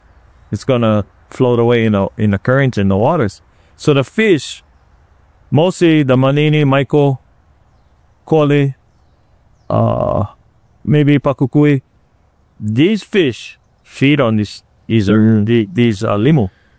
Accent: Hilo, Hawaii, United States; moved away as an adult; now in Waimea, United States; I'm a resident in Waimea. I lived there for close to 40 years. Originally born and raised in Hilo.

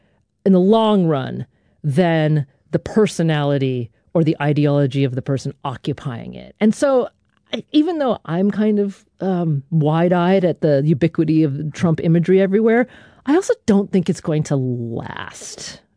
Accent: United States; I'll admit that I am fundamentally an American optimist, very much so.

